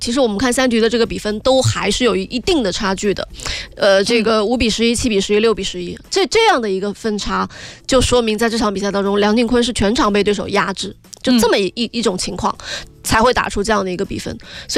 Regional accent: China

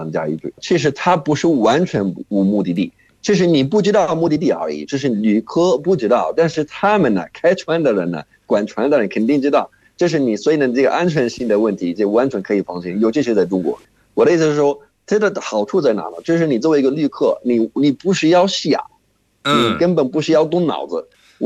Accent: Jordan; Chinese is a second language; now in China

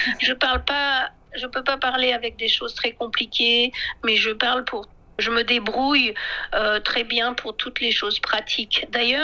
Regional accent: France; now in China; Pourtant, je ne suis pas du tout américaine, je suis française, mais bon, pour eux, ça veut dire étranger, quoi.

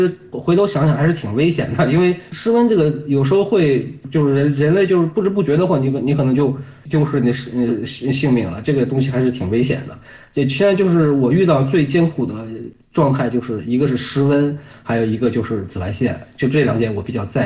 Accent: Qinghai, China; 我作为一个土生土长的青海人嘛，这些高反呀、饮食呀，包括人文风俗啊，我都非常适应那一片

